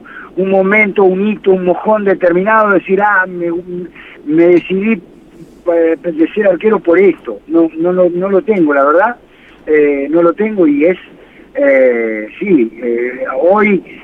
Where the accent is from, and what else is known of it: Lima, Buenos Aires Province, Argentina; born or raised there